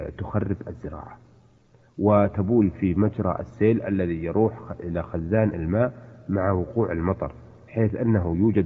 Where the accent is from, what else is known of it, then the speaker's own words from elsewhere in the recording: Riyadh, Riyadh Province, Saudi Arabia; عندنا في الرياض